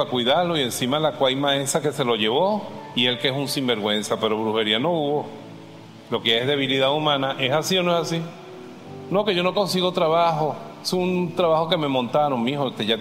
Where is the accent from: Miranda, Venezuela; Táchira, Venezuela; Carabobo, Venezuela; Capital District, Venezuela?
Carabobo, Venezuela; Valencia; born there; Yo nací aquí en el Hospital Central de Valencia, 5 kilos 600 gramos.